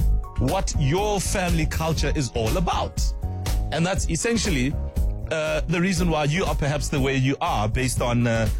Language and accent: English; South Africa